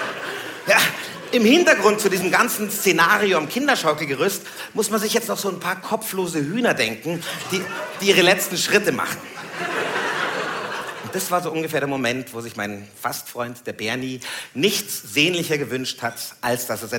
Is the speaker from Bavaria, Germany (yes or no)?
yes; Puchheim, Bavaria, Germany; Und ich bin auch nicht aus München eigentlich, ich bin aus Puchheim.